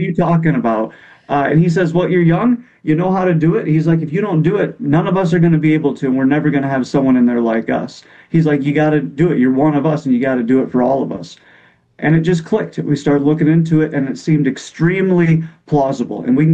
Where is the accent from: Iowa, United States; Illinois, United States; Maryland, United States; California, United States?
Iowa, United States; West Union; So I grew up in a small town, West Union, Iowa, only a couple thousand people. Grew up on what is arguably the poorest street in West Union, Linden Street.